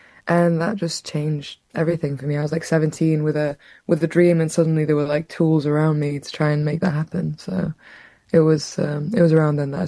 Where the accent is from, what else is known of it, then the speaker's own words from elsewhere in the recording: Manchester, North West England, United Kingdom; growing up in Hume